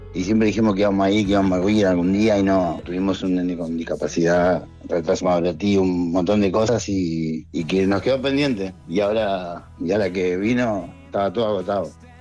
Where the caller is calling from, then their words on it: José León Suárez, Buenos Aires Province, Argentina; De acá, de José León Suárez.